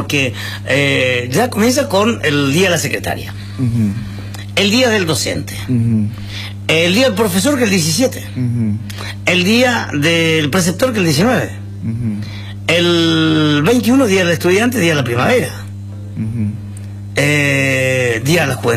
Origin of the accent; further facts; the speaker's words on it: Argentina; Yo le estoy diciendo de corazón y como argentino.